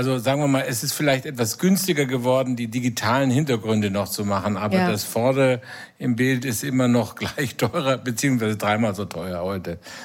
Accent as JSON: {"language": "German", "town": "Munich", "region": "Bavaria", "country": "Germany", "tie": "born or raised there", "moved": "yes", "lives_now": "Berlin, Germany", "said": "für mich als zum Beispiel gebürtigen Münchner"}